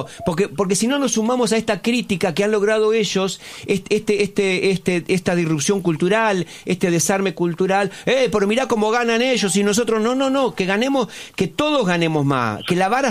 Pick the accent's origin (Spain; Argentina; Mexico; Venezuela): Argentina; Santa Cruz; nosotros en Santa Cruz, vengo de Santa Cruz, soy de Santa Cruz